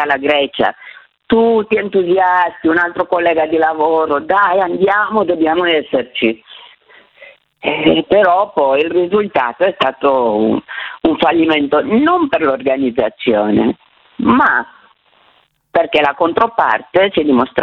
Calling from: Romania; io sono romena

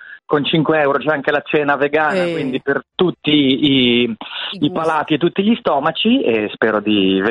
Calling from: Milan, Lombardy, Italy; mi chiamo da via Padova, da Milano, da Crescenzago.

